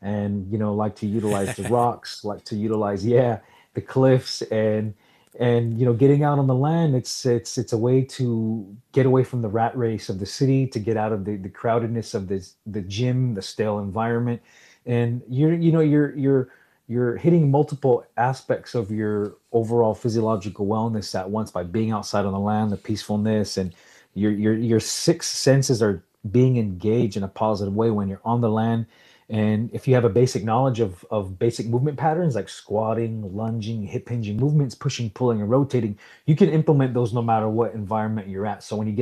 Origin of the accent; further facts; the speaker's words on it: Salt River, Arizona, United States; And then even just growing up in Salt River, I would hear elders kind of talk a little bit about the old days.